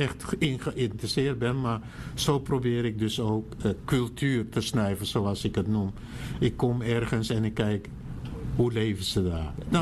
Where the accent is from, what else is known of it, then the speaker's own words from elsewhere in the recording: Suriname; now in Netherlands; ik ben een Surinamer, maar de dag dat ik hier dus gekomen ben, 20 januari 1971